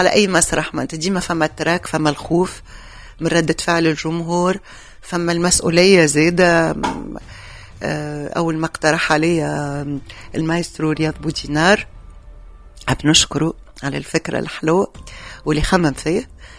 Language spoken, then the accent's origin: Arabic; Tunis, Tunis Governorate, Tunisia; مع فوزي وفوزي زاد ولد حومتي ولد باب سويقه